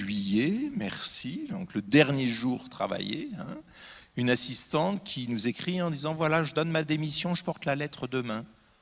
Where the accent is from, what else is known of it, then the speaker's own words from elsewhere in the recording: Normandy, France; Je suis normand, hein. Un pommier, je le connais.